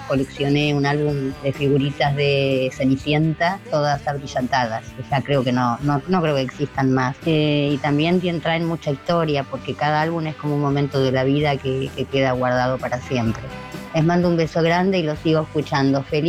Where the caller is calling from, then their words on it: Buenos Aires, Argentina; de Barrio Norte